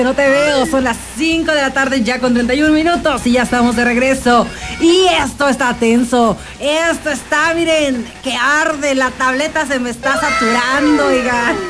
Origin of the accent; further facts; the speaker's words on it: Mexico; La neta, soy mexicano, pero también realista.